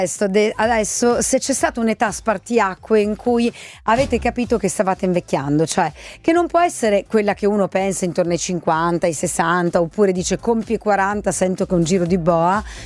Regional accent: Vicenza, Veneto, Italy; Se a 16 anni mi mangiavo un buo a pranzo, o meglio un gattone per stare in tema, dato che sono vicentino, si scherza ovviamente

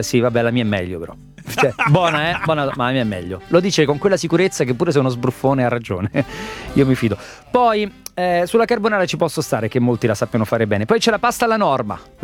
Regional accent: Rome, Lazio, Italy; io sono romano

